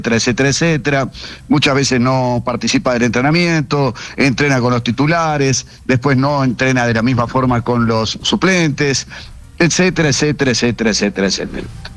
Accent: Uruguay

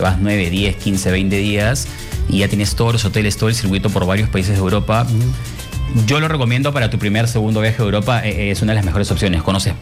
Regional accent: Peru; now in Lima, Peru; es algo que no existe en mi país

